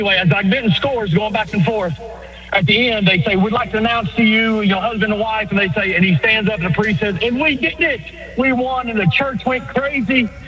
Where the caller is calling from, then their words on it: Alabama, United States; I'm calling from Alabama.